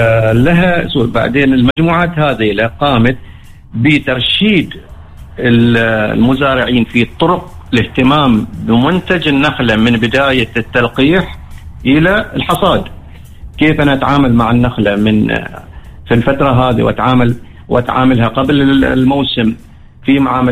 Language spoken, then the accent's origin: Arabic; Oman; عندنا في عمان